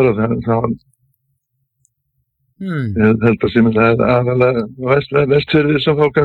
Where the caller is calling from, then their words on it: Hella, Southern Region, Iceland; Ég er frá Hellu